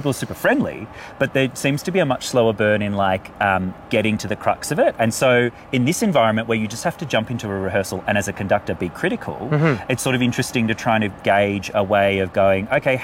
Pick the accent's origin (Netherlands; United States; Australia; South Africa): Australia